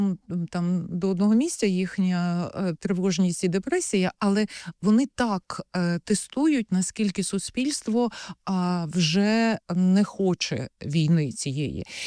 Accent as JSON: {"language": "Ukrainian", "region": "Kyiv", "country": "Ukraine", "said": "ми кияни, я порахувала, позавчора було 11 тривог і обстрілів."}